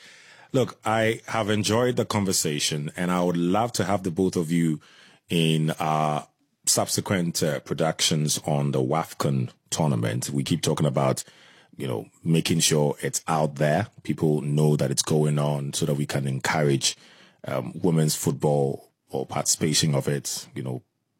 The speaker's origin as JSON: {"language": "English", "country": "Ghana", "said": "As long as you mentioned Ghana, I'm Ghanaian. I'm cool with that."}